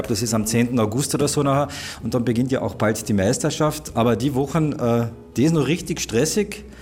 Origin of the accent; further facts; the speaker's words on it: Villach, Carinthia, Austria; Das ist auch das als Villacher, das ist in der DNA drinnen, Eishockey oder generell als Kärntner, Kärnten und Eishockey, das geht Hand in Hand.